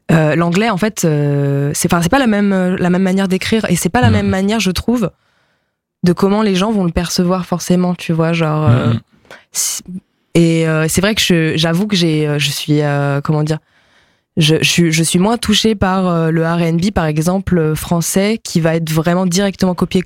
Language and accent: French; Nantes, Pays de la Loire, France; first language ja; French is a second language; also born or lived in Belgium; C'était vraiment ma langue maternelle, mais mes parents étaient en Belgique, ils ont bougé à Nantes, à côté de Nantes quand j'avais 4 ans. Donc oui, j'ai vraiment grandi.